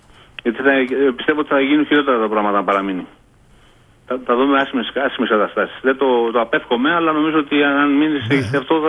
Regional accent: Greece; σαν Έλληνας. Θέλω να το πάρει μια ελληνική ομάδα

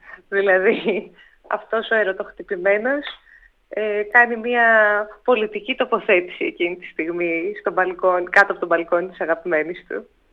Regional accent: Ermoupoli, South Aegean, Greece; Εγώ μεγάλωσα στην Ερμούπολη της Ήρου.

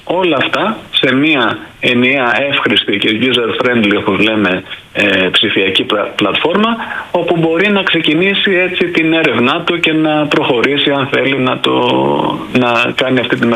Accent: Sparta, Peloponnese, Greece; δηλαδή εγώ μπορεί να ενδιαφέρω με κατάγομαι από τη Σπάρτη.

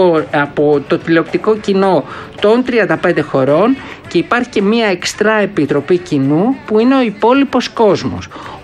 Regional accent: Thessaloniki, Central Macedonia, Greece; Η πόλη μου είναι άλλο που δεν θα ήθελα κιόλας. Η Θεσσαλονίκη είναι ιδανική για Eurovision, έτσι, και έχει αυτό το μέγεθος.

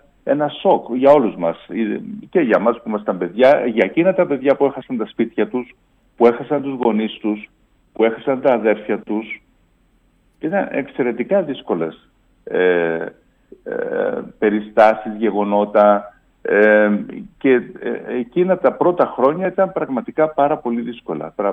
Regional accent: Nicosia District, Cyprus; Το χωριό μου βρίσκεται 20 χιλιόμετρα νότια της Λευκωσίας, δεν ανήκει δηλαδή στην κατεχόμενη Κύπρο.

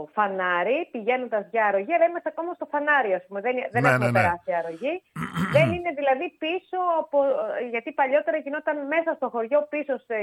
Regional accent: Fanari, Eastern Macedonia and Thrace, Greece

